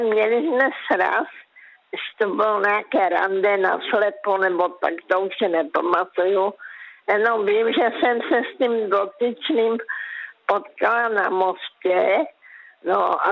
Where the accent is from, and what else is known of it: Karolinka, Zlín Region, Czechia